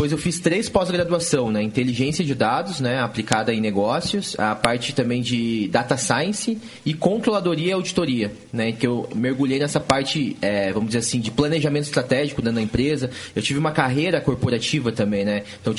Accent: Curitiba, Paraná, Brazil; also born or lived in Bauru; Quando era bebê eu já vim para Curitiba, então, assim, eu nasci em Bauru, São Paulo, mas de coração eu sou curitibano.

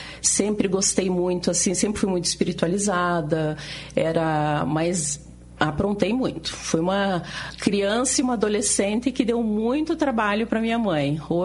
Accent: Curitiba, Paraná, Brazil; Passei toda a minha infância, a juventude aqui em Curitiba.

